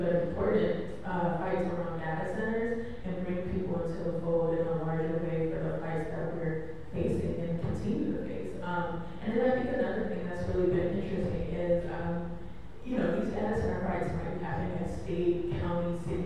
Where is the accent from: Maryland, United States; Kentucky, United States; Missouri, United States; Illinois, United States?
Illinois, United States; Chicago; I'm from Chicago